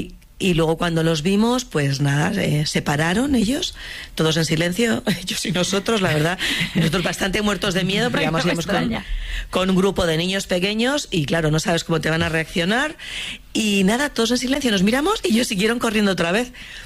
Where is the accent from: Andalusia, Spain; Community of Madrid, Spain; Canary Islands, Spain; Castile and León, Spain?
Castile and León, Spain; now in Germany; Que muchas veces yo, que soy de Castilla y León, bueno, pues ves a pueblos muy pequeñitos